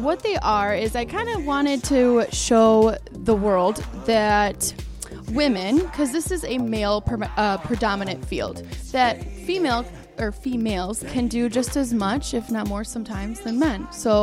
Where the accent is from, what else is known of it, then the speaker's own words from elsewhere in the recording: Detroit, Michigan, United States; I am from the Detroit area.